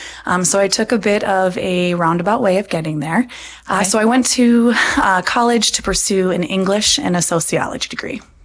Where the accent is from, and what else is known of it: Colton, South Dakota, United States; born or raised there